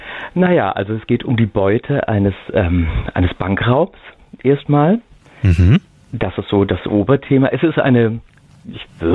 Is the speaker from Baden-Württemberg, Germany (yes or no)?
yes; Stuttgart, Baden-Württemberg, Germany; Dann gab es in Stuttgart, wo ich herkomme, einen Theaterjugendclub an einem professionellen Kinder- und Jugendtheater.